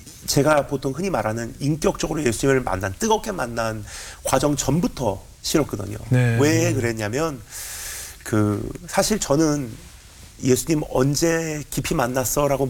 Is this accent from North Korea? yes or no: no; Japan; 제가 이제 일본에서 자랐잖아요.